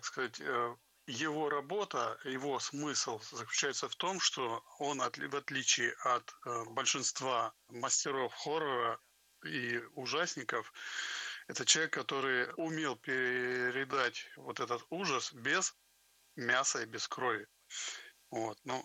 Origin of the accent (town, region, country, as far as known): Volgodonsk, Rostov Oblast, Russia; born or raised there